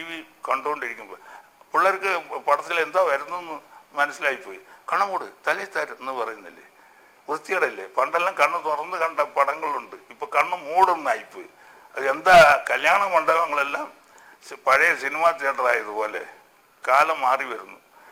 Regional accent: Kerala, India; ഞാനൊരു മലയാളി എന്നുള്ള നിലയിൽ പറയുകയാണ്

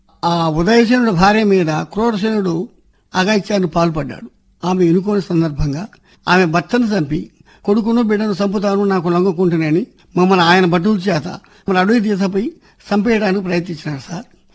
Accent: Andhra Pradesh, India; మాది గుబ్బూరు గ్రామం.

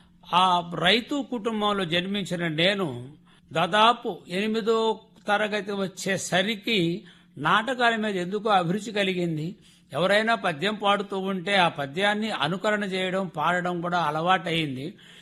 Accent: Jangareddipalem, Andhra Pradesh, India; మాది ప్రకాశం జిల్లా లింగసముద్రం మండలం జంగారెడ్డిపాలెం అనే గ్రామం అండి. మార్చి 1వ తారీఖు 1951లో జన్మించాను.

